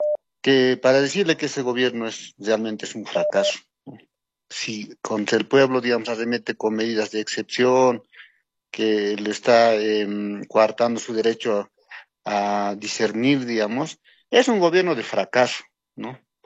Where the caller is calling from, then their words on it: El Alto, La Paz, Bolivia; desde la Ciudad del Alto